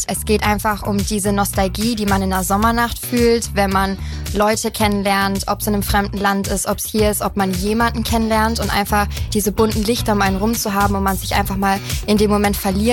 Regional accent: Bayreuth, Bavaria, Germany; moved away as an adult; now in Munich and Paris; Ich bin 20 Jahre alt und ich komme ursprünglich aus Bayreuth. Und aktuell lebe ich zwischen München und Paris

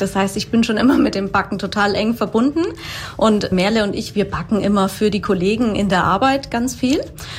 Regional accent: Bayreuth, Bavaria, Germany; ich bin 36 Jahre alt, ich komme aus Bayreuth, aus der Saas, wohne aber jetzt in der Gartenstadt mit meinem Freund und zwei Katzen.

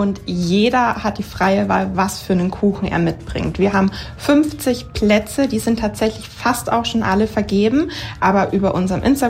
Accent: Goldkronach, Bavaria, Germany; now in Mistelgau, Germany; ich bin 26 Jahre alt, ich komme ursprünglich aus Goldkronach und lebe aber jetzt mit meinem Freund im Flo in Mistelgau.

